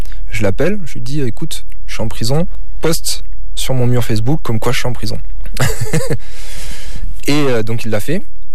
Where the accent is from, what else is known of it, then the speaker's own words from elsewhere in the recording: France; Pour rentrer chez moi en France.